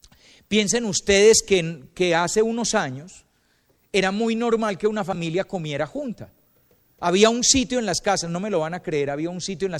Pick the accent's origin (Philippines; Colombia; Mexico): Colombia; vos sos colombiano, yo también.